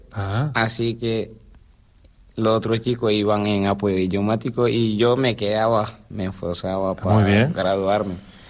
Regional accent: Senegal; Spanish is a second language; moved away; vine de Senegal.

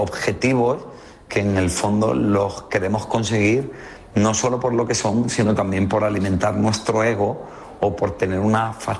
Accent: Granada, Andalusia, Spain; Soy de Granada, en Granada decimos muchas palabrotas

